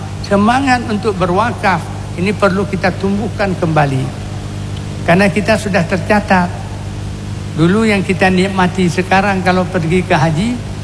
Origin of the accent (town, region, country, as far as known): Aceh, Indonesia